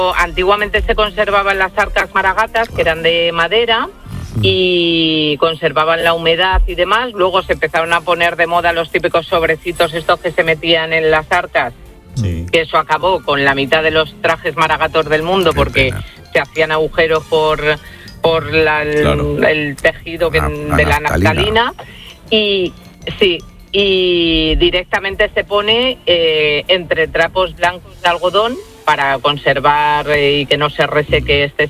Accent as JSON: {"language": "Spanish", "town": "Combarros", "region": "Castile and León", "country": "Spain", "said": "en las fiestas del pueblo de mi padre, que es mi pueblo. Ajá. Que se llama Combarros. Ah. Y está al ladito de Astorga."}